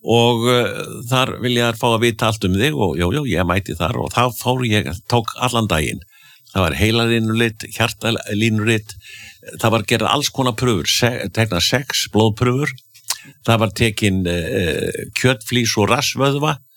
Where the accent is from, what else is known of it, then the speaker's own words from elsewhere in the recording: Akureyri, Northeastern Region, Iceland; Þetta minnir mig á þegar ég var krakki alast upp á Akureyri.